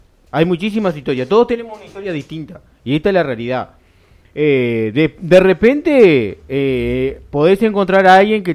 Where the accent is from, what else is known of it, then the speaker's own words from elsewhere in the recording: Punta del Este, Maldonado, Uruguay; born there; Yo nací en Punta del Este.